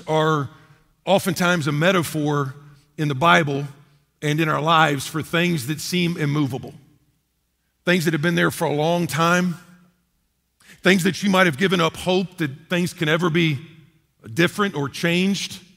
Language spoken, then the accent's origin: English; Texas, United States; moved away as an adult; also born or lived in Western North Carolina; growing up in Texas, going to school in Lubbock and Fort Worth, et cetera